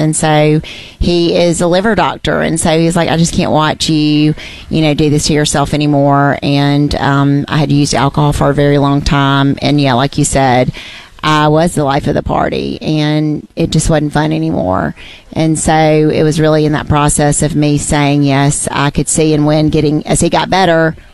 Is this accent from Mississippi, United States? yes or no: yes; Meridian, Mississippi, United States; I grew up in Meridian, Mississippi. There wasn't really a whole lot to do there.